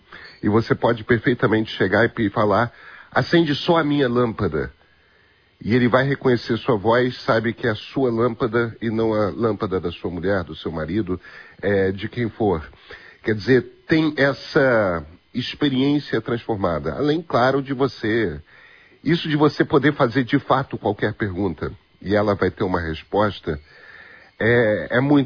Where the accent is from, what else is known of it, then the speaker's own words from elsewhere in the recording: Rio de Janeiro, Brazil; Eu sou carioca, gente.